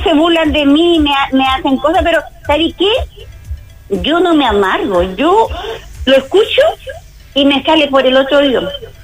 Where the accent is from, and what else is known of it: Antofagasta, Chile